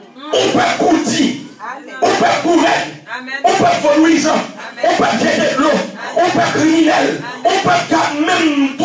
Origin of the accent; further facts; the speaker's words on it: Cap-Haïtien, Nord, Haiti; Vous voyez, je suis du Nord, je suis capois.